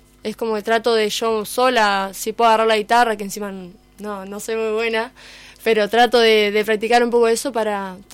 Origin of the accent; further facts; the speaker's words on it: Diamante, Entre Ríos, Argentina; estamos todos los diamantinos ahí